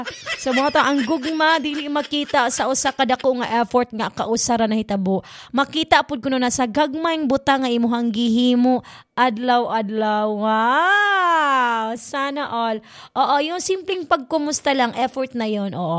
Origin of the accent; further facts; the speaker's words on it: Central Visayas, Philippines; born there; accent: Bisaya; also born or lived in Tagalog-speaking region; noon magaling ako noon Tagalog kasi Tagalog talaga ako noon, pero lumaki na ako dito sa Bohol kaya yung Tagalog ko parang ano na … yung Bisaya accent.